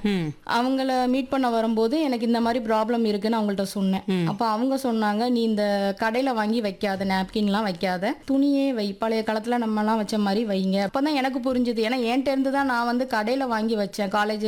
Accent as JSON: {"language": "Tamil", "town": "Suthamalli", "region": "Tamil Nadu", "country": "India", "said": "நான் BA Tamil literature முடிச்சிருக்கிறேன். Tirunelveli மாவட்டம் சுத்தமல்லி கிராமத்திலிருந்து வரேன்."}